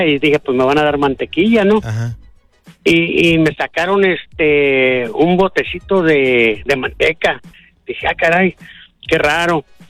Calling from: Guadalajara, Jalisco, Mexico; No, compa, pero yo soy de Guadalajara

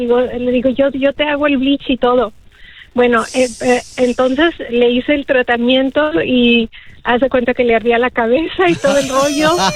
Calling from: San Antonio, Texas, United States; Hablo de San Antonio.

